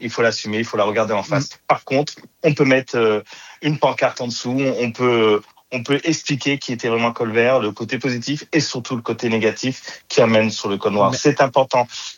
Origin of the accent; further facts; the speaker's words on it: Île-de-France, France; born there; je suis né en Hexagone, je suis né en Essonne, mais quand je vais en Martinique, je vois les inégalités.